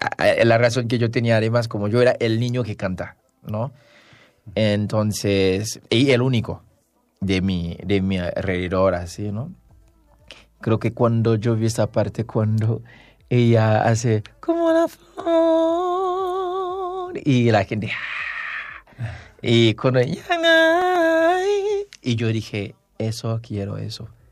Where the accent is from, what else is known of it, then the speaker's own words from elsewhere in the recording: Haiti; moved away as an adult; also born or lived in Xalapa; now in Mexico City, Mexico; Nací, crecí en Haití. Y justo ya hace 6 años que vine aquí, estudié en Jalapa